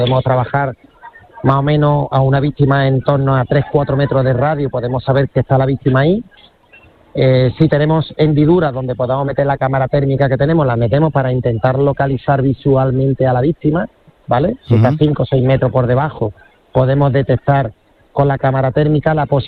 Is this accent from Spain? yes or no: yes; Málaga, Andalusia, Spain; nosotros que venimos de Málaga